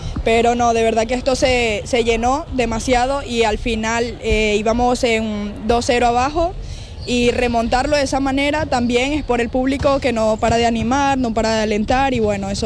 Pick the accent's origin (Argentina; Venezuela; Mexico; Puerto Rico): Venezuela; now in Ourense, Spain; ahí somos 3 venezolanas en el equipo, y pues sin duda alguna con mis 2 compañeras de Venezuela, que bueno, ya hemos jugado muchas veces juntas en Venezuela